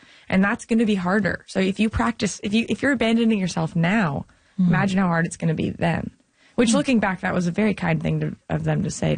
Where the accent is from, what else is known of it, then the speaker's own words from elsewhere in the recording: Canada; I'm so grateful that I grew up comedically in Canada, because we really support each other.